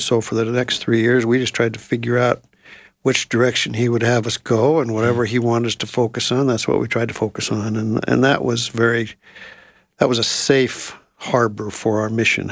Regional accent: Dillon, Montana, United States; also born or lived in California / Washington / Idaho / Texas; now in Utah, United States; I grew up in Dillon, Montana.

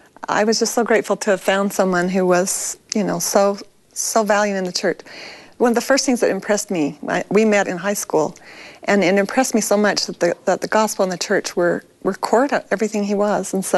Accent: Monticello, Utah, United States; Yes, I was born and raised in Monticello, Utah. It was a great place to be raised. It's a small town, and my father was in livestock, so we were around animals all our lives

